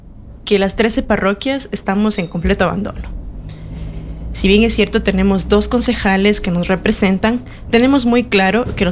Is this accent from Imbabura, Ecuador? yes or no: no; Malacatos, Loja, Ecuador; soy malacatense, oriunda